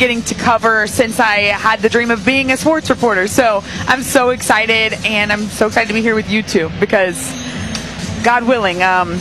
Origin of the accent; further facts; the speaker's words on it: San Antonio, Texas, United States; I am from San Antonio.